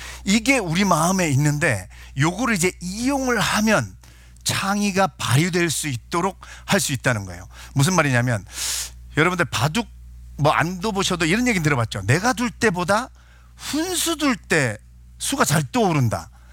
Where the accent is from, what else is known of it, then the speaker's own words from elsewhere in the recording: Sangju, North Gyeongsang, South Korea; 제 고향이 경북 상주예요. 근데 상주 축협에서 저를 이제 강사로 초빙을 한 거예요.